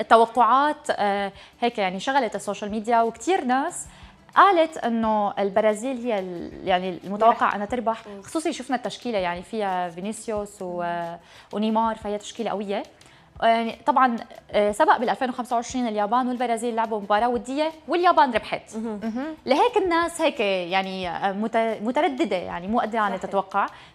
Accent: Syria; عندنا بسوريا

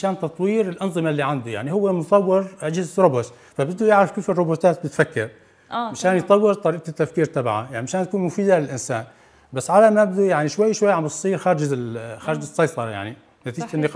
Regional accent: Syria; نحن بجزء سوري

